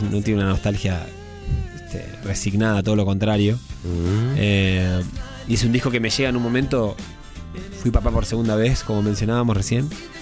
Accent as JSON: {"language": "Spanish", "region": "Buenos Aires Province", "country": "Argentina", "tie": "born there", "said": "Bueno, nací en capital, pero después al toque ya nos fuimos a vivir a provincia."}